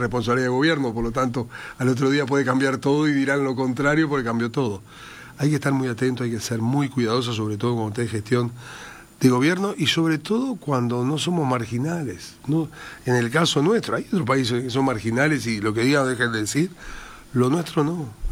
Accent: Uruguay; nosotros somos Uruguay

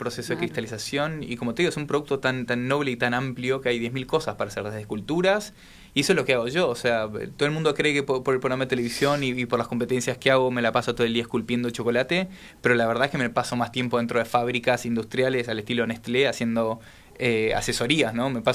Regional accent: Argentina; moved away; also born or lived in United States; yo crecí muy cómodo, digamos, en Argentina

